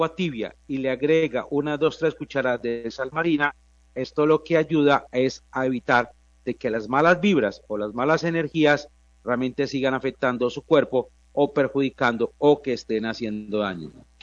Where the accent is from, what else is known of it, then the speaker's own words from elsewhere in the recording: Viterbo, Caldas, Colombia; soy de Viterbo